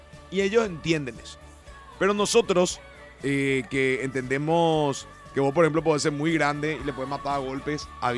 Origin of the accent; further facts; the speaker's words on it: Argentina; Bueno, soy argentino